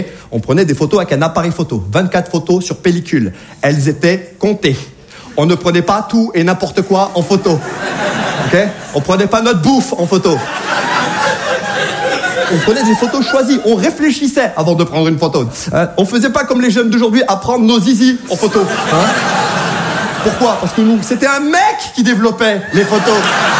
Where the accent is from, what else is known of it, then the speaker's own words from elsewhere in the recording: Saint-Étienne, Auvergne-Rhône-Alpes, France; quand je vous dis que j'ai grandi à Saint-Étienne, je parais pas, mais je suis né en 1980